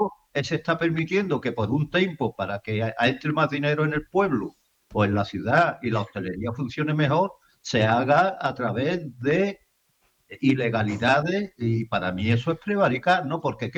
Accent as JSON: {"language": "Spanish", "town": "Cádiz", "region": "Andalusia", "country": "Spain", "said": "soy de aquí de Cádiz"}